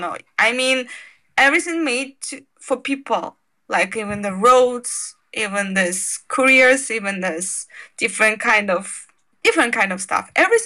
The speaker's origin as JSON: {"language": "English", "country": "Kazakhstan", "second_language": "English", "lives_now": "China", "said": "But I'm from Kazakhstan and I really like Shandong because there is, I can see the sea. Because in Kazakhstan, you know, there is no sea."}